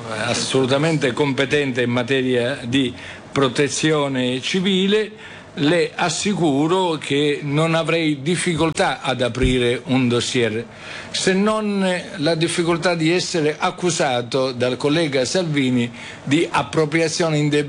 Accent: Sicily, Italy; io ho 71 anni, onorevole interrogante, sono siciliano

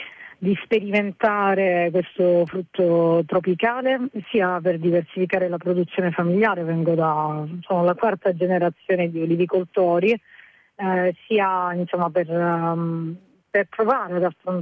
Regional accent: Calabria, Italy; moved away as an adult; also born or lived in Milan; è la mia terra, la Calabria

